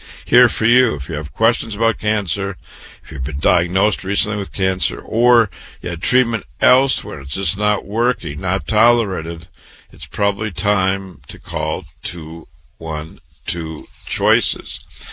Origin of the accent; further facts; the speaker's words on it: Waterloo, Iowa, United States; cancer doctor, board certified, born and raised in Waterloo, Iowa, went to public school, university, MD at 25.